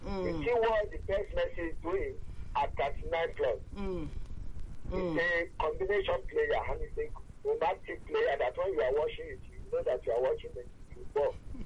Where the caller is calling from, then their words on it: Nairobi, Kenya; I'm calling you from Yanobi.